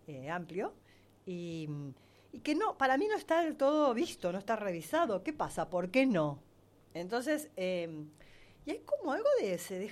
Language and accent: Spanish; Uruguay; now in Argentina